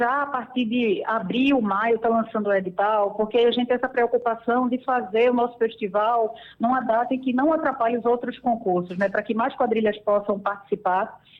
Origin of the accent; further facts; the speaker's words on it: Northeast Region, Brazil; now in Pojuca, Brazil; Somos nordestinos, amamos a nossa cultura